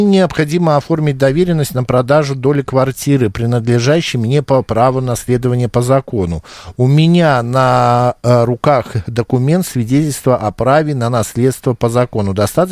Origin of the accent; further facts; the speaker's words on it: Moscow, Russia; Я москвич, сын живет на Дальнем Востоке.